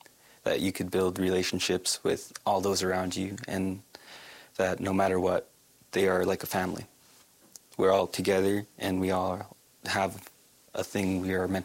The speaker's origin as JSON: {"language": "English", "region": "British Columbia", "country": "Canada", "tie": "born or raised there", "moved": "yes", "lives_now": "Big River First Nation, Canada", "said": "I grew up in British Columbia, and there I lived with my mother and my stepdad. And then we moved out here to Big River First Nation, and I started living with my grandmother."}